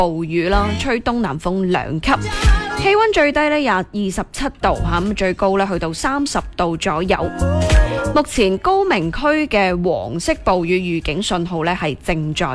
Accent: Guangdong, China; 我哋广东人

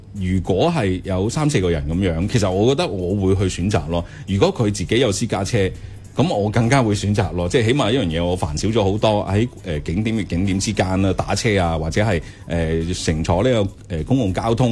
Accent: Shunde, Guangdong, China; 因为喺度即系我举翻咧就系即系顺德呢笪地方啦。咁我喺度大嘅时候咧，其实我系会有好多嘅一啲信息咧，你好难喺网络上边咧系揾得到嘅。

